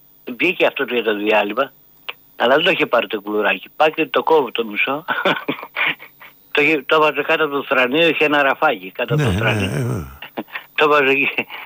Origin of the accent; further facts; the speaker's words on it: Thessaly, Greece; also born or lived in Athens; now in Ios, Greece; Είμαι όμως Σαρακατσάνος, είμαι από τη Λίμνη Πλαστήρα πάνω, Άγραφα, Καρδίτσας.